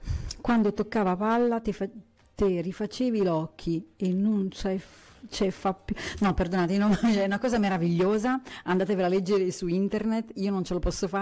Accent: Lombardy, Italy; io sono lombarda

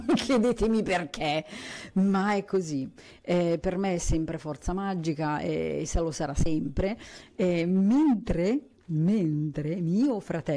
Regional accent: Lombardy, Italy; è vero io sono lombarda, è vero che sono figlia di un milanista dell'epoca di Gullit, Van Basten e Rijkaard, è vero che sono cresciuta con il capitano Baresi

